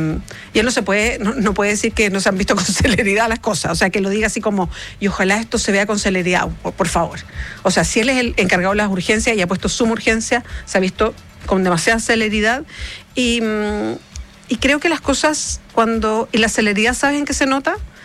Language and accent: Spanish; Chile; lo voy a decir bien así en chileno